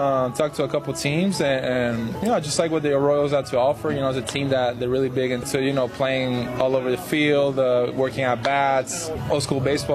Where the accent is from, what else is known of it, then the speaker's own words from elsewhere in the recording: Canada; first language Spanish; English is a second language; My parents are from Venezuela, so at my home we speak Spanish, and then since I was born in Canada, at school, I would learn, it was French, and then English was the last one.